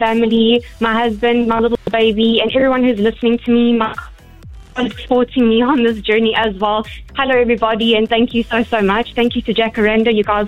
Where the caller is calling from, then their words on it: Alberton, Gauteng, South Africa; I'm from Alberton.